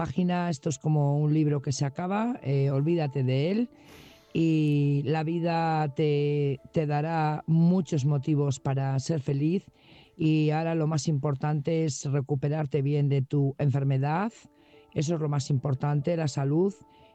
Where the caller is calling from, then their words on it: Burgos, Castile and León, Spain; Buenas noches … corresponsal de Burgos.